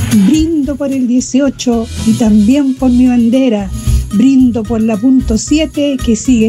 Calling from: Chiguayante, Biobío, Chile; aquí de Chihuayante te habla

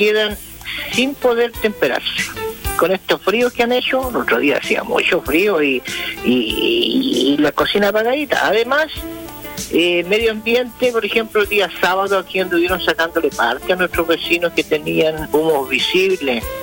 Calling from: Los Lagos, Chile; yo vivo en calle Hazaña Indígena, 2230, Colbe Alto.

